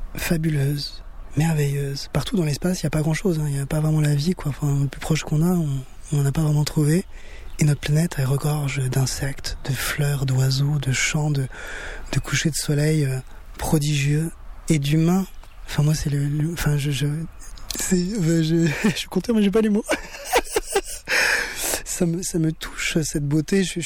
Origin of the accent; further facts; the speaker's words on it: France; ce que j'aurais aimé, moi, en grandissant en France, qu'on me transmette